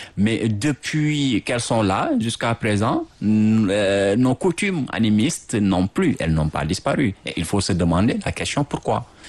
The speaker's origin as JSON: {"language": "French", "country": "Senegal", "said": "en tant qu'Africain, de surcroît, en tant que Sénégalais"}